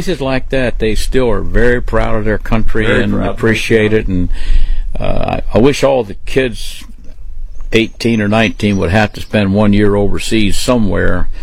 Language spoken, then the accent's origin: English; Maryland, United States; I was born and raised in Maryland, and we lived in an urban area